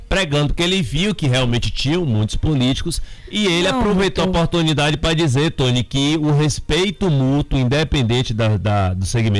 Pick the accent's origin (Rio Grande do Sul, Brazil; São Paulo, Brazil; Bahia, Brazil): Bahia, Brazil; Itabuna; Sou nascido e criado em Itabuna, no Novaes.